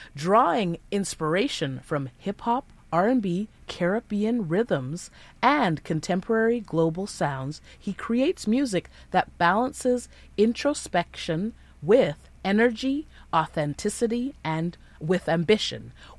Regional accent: Ottawa, Ontario, Canada; born there; I was born out in Ottawa

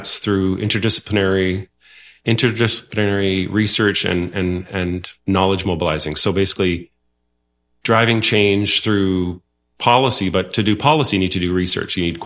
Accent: Netherlands; first language Dutch; English is a second language; You know, I'm Dutch. My mom and dad were Dutch. I'm a Dutch citizen as my first language.

